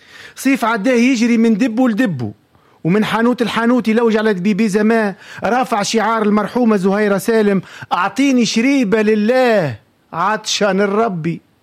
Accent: Tunisia; احنا تونسي

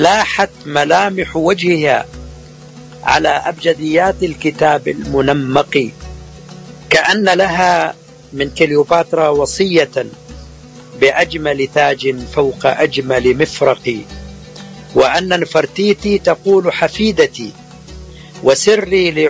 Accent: Egypt; وعندنا في مصر

